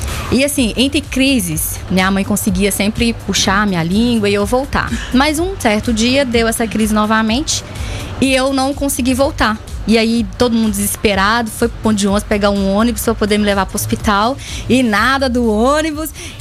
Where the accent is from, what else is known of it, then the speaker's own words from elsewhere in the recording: Contagem, Minas Gerais, Brazil; born there; now in Ibirité, Brazil; Nasci em Contagem.